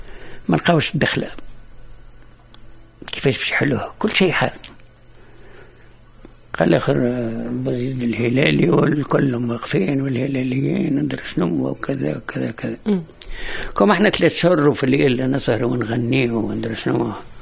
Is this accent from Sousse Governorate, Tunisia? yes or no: no; Tunis, Tunis Governorate, Tunisia; كل قدرنا مشينا القفصة احنا ساعة كنا من تونس.